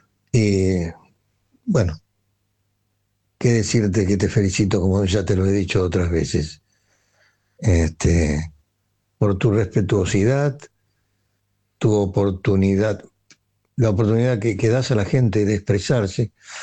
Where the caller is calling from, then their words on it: Buenos Aires, Argentina; de Capital, barrio de Montserrat.